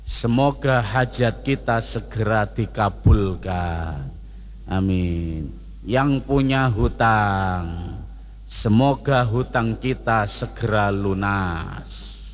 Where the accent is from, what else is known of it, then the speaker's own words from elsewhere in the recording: Sidoarjo, East Java, Indonesia; accent: East Javanese (Jawa Timuran); Yang paling parah tempat saya Sidoarjo Surabaya